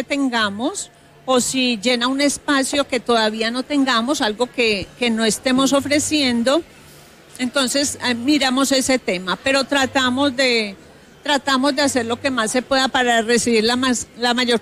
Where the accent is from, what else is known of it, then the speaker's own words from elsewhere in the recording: Medellín, Antioquia, Colombia; somos de aquí de Medellín